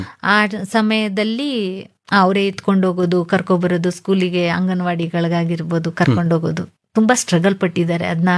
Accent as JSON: {"language": "Kannada", "area": "Kanchugara Koppalu, Mysore district", "region": "Karnataka", "country": "India", "tie": "born or raised there", "said": "ನಮ್ದು ಊರು ಕಂಚುಗಾರ ಕೊಪ್ಪಲು, ಕೆಆರ್ ನಗರ ತಾಲೂಕು, ಮೈಸೂರು ಡಿಸ್ಟ್ರಿಕ್ಟ್."}